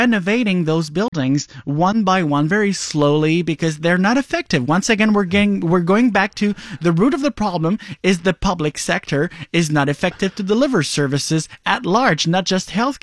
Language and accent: English; Joliette, Quebec, Canada; In my hometown of Joliet, just across the street from my mamie's place, there is a park there with HLM.